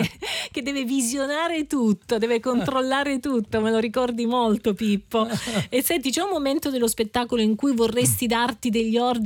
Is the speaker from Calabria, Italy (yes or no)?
yes; Calabria, Italy; lo dico da calabrese